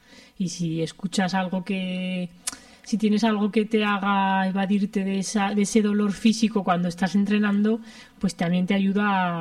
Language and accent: Spanish; Alfamén, Aragon, Spain; la carretera de mi pueblo, de Alfamén a Calatorao